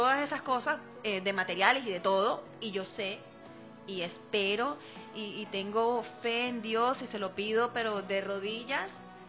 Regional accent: Puerto Píritu, Anzoátegui, Venezuela; born there; este es mi pueblo

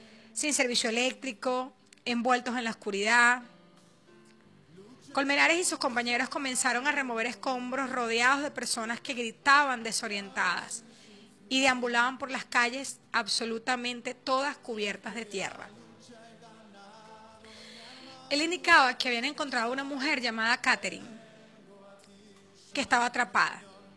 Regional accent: Venezuela

